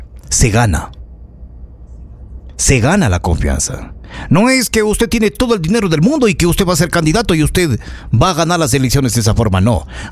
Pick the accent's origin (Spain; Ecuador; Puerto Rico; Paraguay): Ecuador; nosotros como ciudadanos ecuatorianos